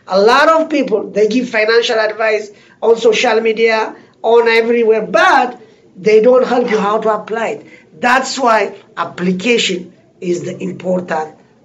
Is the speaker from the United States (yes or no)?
no; Ethiopia; And right now I'm from the Ethiopian community, right?